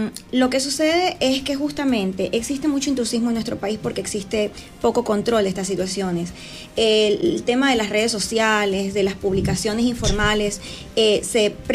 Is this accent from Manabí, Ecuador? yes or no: yes; Chone, Manabí, Ecuador; also born or lived in Argentina; Soy oriunda de Chone.